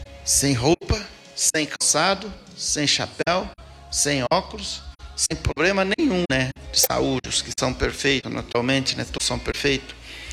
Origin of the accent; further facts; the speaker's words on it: Brazil; eu sou uma pessoa que eu sou brasileiro.